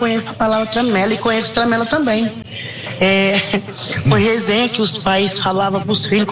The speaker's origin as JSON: {"language": "Portuguese", "town": "Campinas", "region": "São Paulo", "country": "Brazil", "said": "sou do Parque Osiel Campinas."}